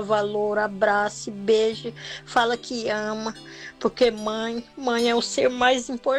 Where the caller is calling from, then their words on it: Sinop, Mato Grosso, Brazil; sou da cidade de Sinop, Mato Grosso.